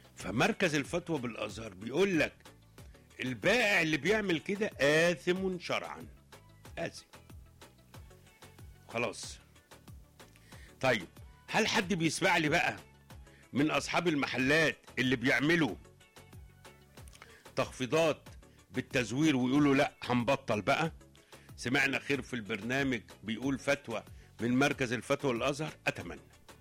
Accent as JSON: {"language": "Arabic", "country": "Egypt", "said": "كمستهلكين كمصريين"}